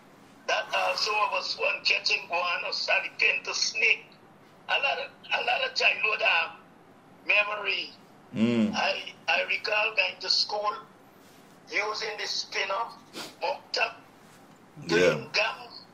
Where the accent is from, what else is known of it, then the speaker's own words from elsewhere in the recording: Queenstown, Eastern Cape, South Africa; My childhood days in Queenstown, Essex River was wonderful.